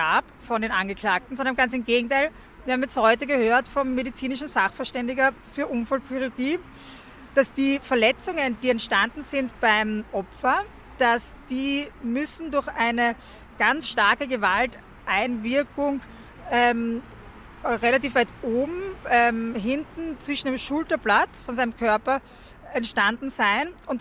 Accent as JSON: {"language": "German", "country": "Austria", "said": "dass das Delikt des Raubes so hoch mit so einer hohen Strafdrohung bei uns in Österreich vorgesehen ist"}